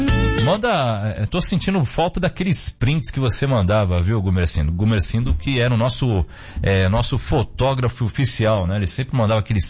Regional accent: São Bernardo do Campo, São Paulo, Brazil; …, que é aqui da minha terra, São Bernardo.

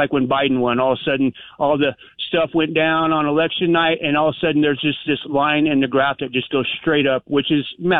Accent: California, United States; born there; moved away; I'm from California. You know, my bad for being born there.

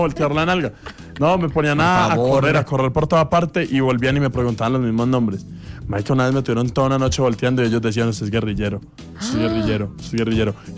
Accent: Sonsón, Antioquia, Colombia; bienvenido a mi pueblo, a Sonzón, no sé qué.

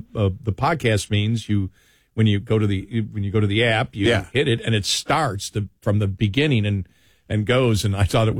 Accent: Buffalo, New York, United States; I'm from Buffalo, so I never trust any of my teams going to do good.

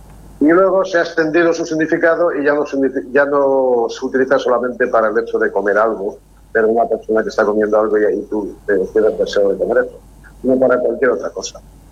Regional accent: Elda, Valencian Community, Spain

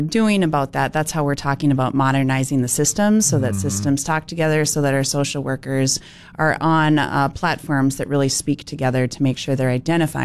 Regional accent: Moorhead, Minnesota, United States; I'm a Moorhead High kid. I grew up in Clay County. My husband and I chose to raise our family in Clay County because we believe that there's great people here and great possibilities

